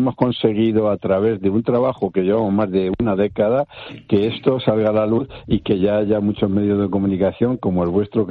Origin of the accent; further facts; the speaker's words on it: Spain; porque todos somos españoles.